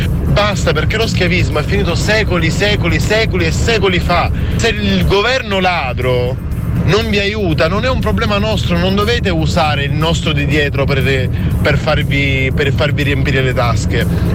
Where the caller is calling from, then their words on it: Noto, Sicily, Italy; 30 anni e vengo da Noto, in provincia di Siracusa.